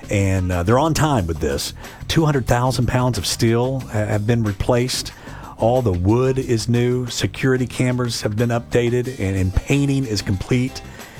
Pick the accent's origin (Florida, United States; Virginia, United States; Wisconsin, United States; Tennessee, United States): Tennessee, United States; Chattanooga; growing up in Chattanooga, Dad said that I actually drove in his Volkswagen crossing the Walnut Street Bridge back in the 70s